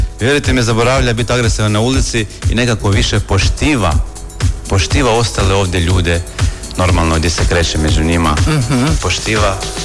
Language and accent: Croatian; Croatia; kod nas u Hrvatskoj